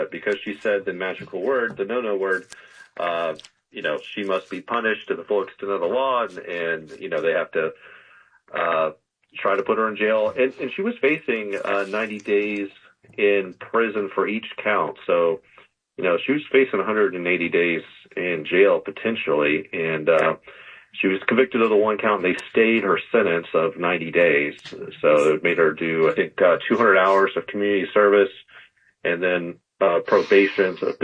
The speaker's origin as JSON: {"language": "English", "region": "Florida", "country": "United States", "said": "No. I'm from Florida. But I did fly up there for this."}